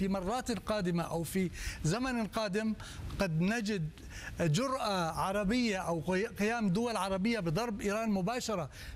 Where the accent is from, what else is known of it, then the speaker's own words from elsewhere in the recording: Jordan; أنا أقول لك كأردني